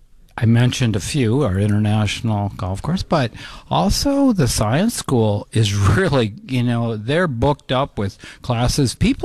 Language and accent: English; Minnesota, United States; moved away; also born or lived in North Dakota; I actually live in North Dakota. I came from Minnesota, but I've lived in North Dakota much longer.